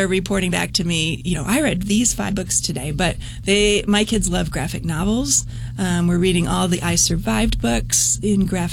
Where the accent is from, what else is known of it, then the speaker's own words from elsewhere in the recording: Oklahoma, United States; But I did summer reading programs as a kid. I grew up in Oklahoma.